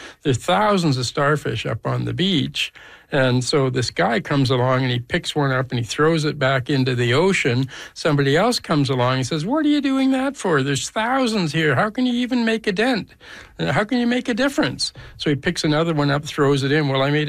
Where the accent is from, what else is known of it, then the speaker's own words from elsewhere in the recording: Alberta, Canada; I'm from Alberta, right?